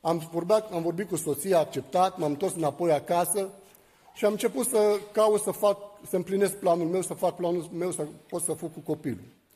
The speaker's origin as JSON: {"language": "Romanian", "country": "Lebanon", "second_language": "Romanian", "moved": "yes", "lives_now": "Romania", "said": "sunt din Liban, m-am născut într-o familie de musulmani și aici."}